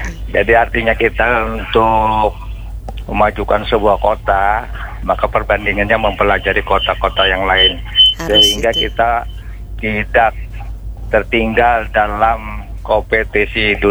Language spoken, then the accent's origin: Indonesian; Banjarmasin, South Kalimantan, Indonesia; Jadi untuk itu dapat dipastikan bahwa kita warga Banjarmasin dan Banua Lima ini termasuk orang-orang yang beradab.